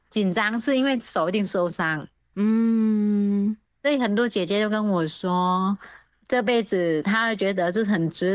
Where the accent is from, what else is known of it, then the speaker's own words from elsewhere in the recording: Vietnam; now in Taiwan; 是我原本是越南人